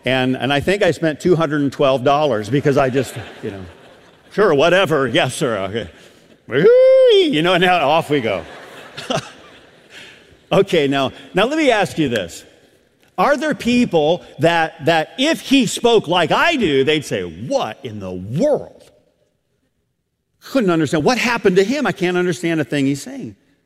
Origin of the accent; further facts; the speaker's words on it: the North, United States; moved away; Now, I grew up in the North, okay, where we speak much more proper English, okay?